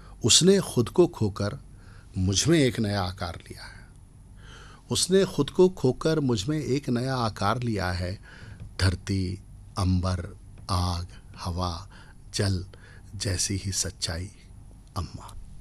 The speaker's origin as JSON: {"language": "Hindi", "town": "Vidisha", "region": "Madhya Pradesh", "country": "India", "tie": "born or raised there", "also_born_or_lived": "Bhopal"}